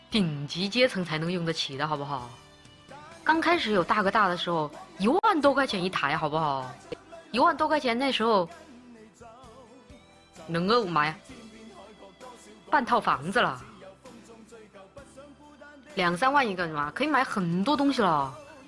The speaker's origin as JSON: {"language": "Chinese", "region": "Chongqing", "country": "China", "said": "BB 机传到我们乡下重庆山区的时候，已经是2005年了"}